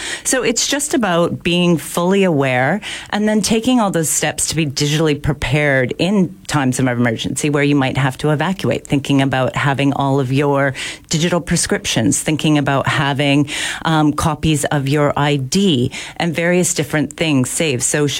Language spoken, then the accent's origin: English; Canada; also born or lived in United States; now in Ballarat, Australia; Because I don't live there anymore, and I'm actually Canadian